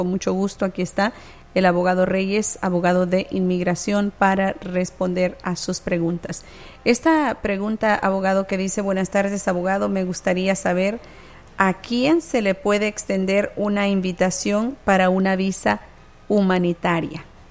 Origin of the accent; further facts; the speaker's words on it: Honduras; now in United States; Soy de Honduras y cuando entré nunca me detuvieron, pero entré sin visa.